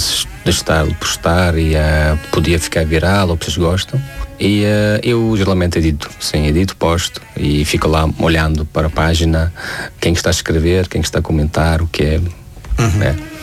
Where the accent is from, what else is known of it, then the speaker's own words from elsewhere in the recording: Tajikistan; Portuguese is a second language; now in Portugal; já várias vezes expliquei que sou do Tajiquistão